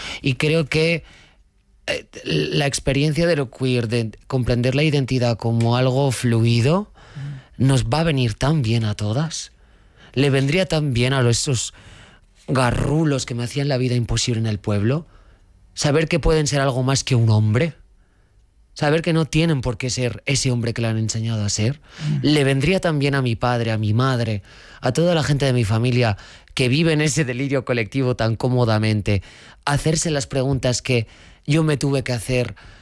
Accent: Magaluf, Balearic Islands, Spain; Yo me crié en Magaluf.

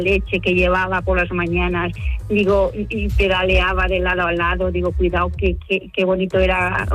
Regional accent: La Solana, Castilla-La Mancha, Spain; now in Toledo, Spain; yo soy de La Solana, de Ciudad Real.

